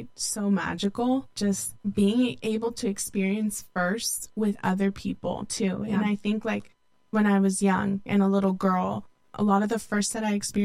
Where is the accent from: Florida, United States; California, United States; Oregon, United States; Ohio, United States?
California, United States; Redwood City; Growing up, I grew up in the Bay Area in Redwood City.